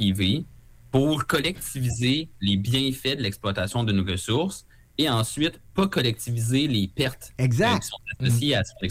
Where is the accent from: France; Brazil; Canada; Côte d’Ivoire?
Canada; Quebec; moi, je viens du centre du Québec, donc j'étais comme enfant lorsqu'il y a eu le premier débat sur le gaz de schiste